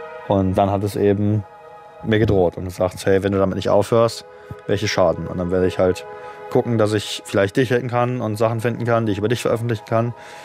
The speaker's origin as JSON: {"language": "German", "town": "Essen", "region": "North Rhine-Westphalia", "country": "Germany", "lives_now": "United States", "said": "Und ich bin ursprünglich aus Deutschland, aus Essen in Nordrhein-Westfalen und habe dann zuerst in München studiert."}